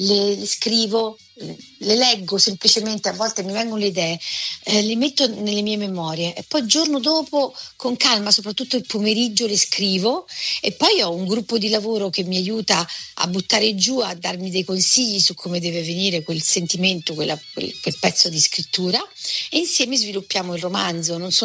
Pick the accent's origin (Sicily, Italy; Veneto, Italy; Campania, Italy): Campania, Italy; Torre Annunziata; also born or lived in Naples; now in Rome, Italy; da quando ero ragazzina a Torre Annunziata, che è in provincia di Napoli, fino ad arrivare da Napoli a Roma